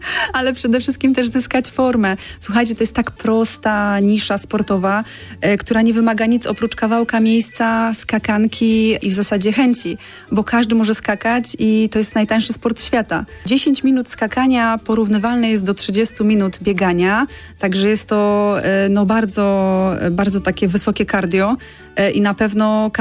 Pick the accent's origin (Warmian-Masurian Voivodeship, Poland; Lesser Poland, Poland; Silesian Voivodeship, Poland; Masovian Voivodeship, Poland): Silesian Voivodeship, Poland; Tychy; Ja te zajęcia tak jakby otworzyłam z pasji trochę na Śląsku u siebie w Tychach